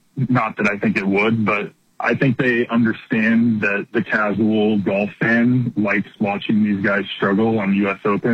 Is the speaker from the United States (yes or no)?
yes; Kansas, United States; I'm from Kansas